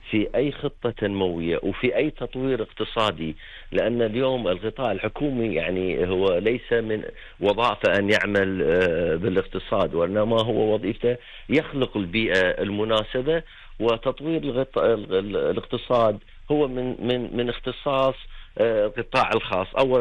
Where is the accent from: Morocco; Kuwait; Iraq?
Kuwait; اليوم عندنا بالكويت،